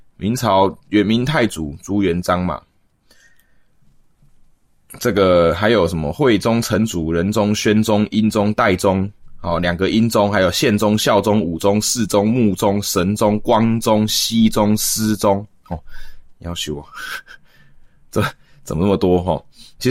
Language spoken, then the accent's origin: Chinese; Taiwan; 我在台湾长大，我在台湾出生